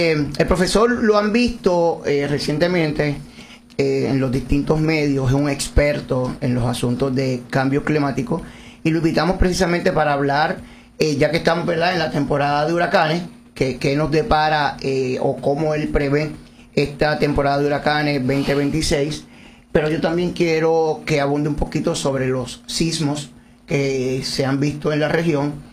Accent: Dominican Republic; para orgullo de todos nosotros como dominicanos

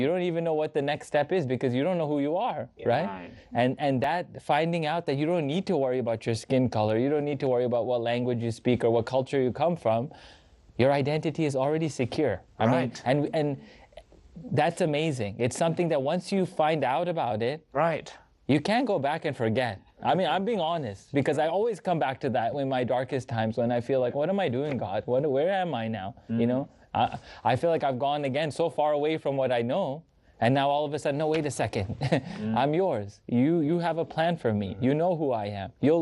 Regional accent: United States; then I was just born here. So my mom was actually pregnant with me when she came over here.

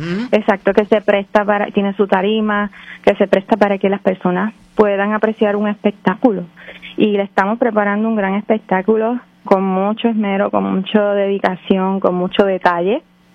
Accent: Puerto Rico; la herencia de nosotros como boricua, porque yo siempre tengo la mancha de plátano ahí.

